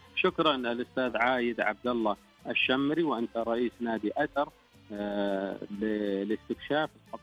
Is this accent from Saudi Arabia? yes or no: yes; Saudi Arabia; هذا فخر لنا كسعوديين أنه نهتم بإرث آبائنا وأجدادنا